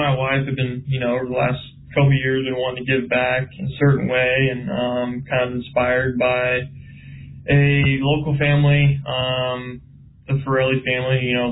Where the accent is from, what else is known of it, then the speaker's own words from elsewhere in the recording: Turlock, California, United States; I mean, I grew up in Turlock, everyone knows